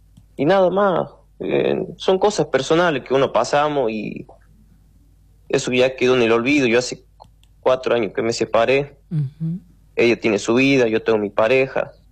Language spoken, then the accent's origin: Spanish; Buenos Aires, Argentina; moved away; yo hace 13 años que me vine de Buenos Aires con mi familia, mi viejo, mis hermanos.